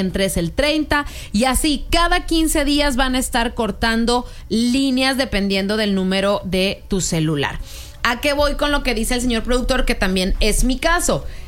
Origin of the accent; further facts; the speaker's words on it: Mexico; como buenos mexicanos que dejamos todo para el último